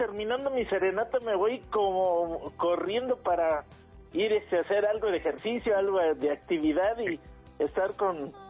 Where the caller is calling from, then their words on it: Nicolás Romero, State of Mexico, Mexico; Pues, vivo en Nicolás Romero